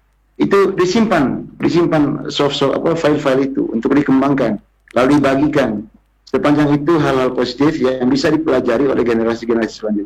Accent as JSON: {"language": "Indonesian", "town": "Manggarai", "region": "East Nusa Tenggara", "country": "Indonesia", "said": "tradisi ini nanti akan menjadi kebiasaan kita orang Manggarai, bahwa bahwa menggunakan pakaian yang menurut kita orang Manggarai tidak sopan di tempat umum itu akan menjadi hal yang biasa-biasa saja untuk generasi muda kita."}